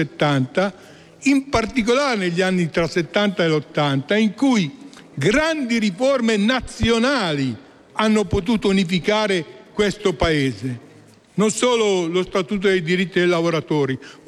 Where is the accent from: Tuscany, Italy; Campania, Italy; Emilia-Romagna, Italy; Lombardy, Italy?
Lombardy, Italy; Brianza; io sono lombardo, orgogliosamente brianzolo lombardo, cittadino italiano e del mondo